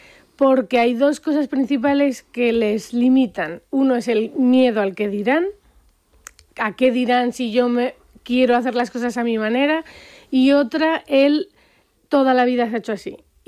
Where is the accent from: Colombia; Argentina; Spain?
Spain; Leciñena, Aragon; Porque en mi pueblo a las chicas se les llama galán, galana.